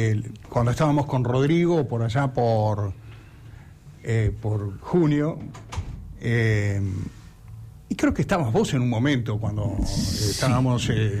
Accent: Argentina

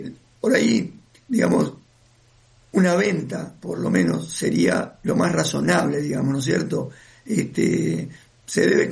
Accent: Concordia, Entre Ríos, Argentina; yo tengo más de 50 años, ¿no? 56. Y a los 25 años, sí, yo soy de Concordia

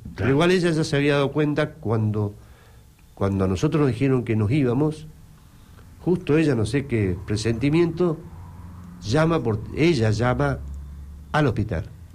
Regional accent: Argentina; somos los argentinos

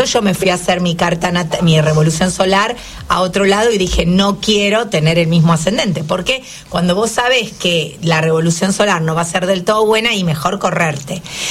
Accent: Argentina

